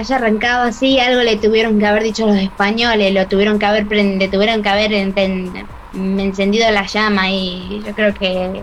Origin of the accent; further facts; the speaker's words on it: Argentina; todos como argentinos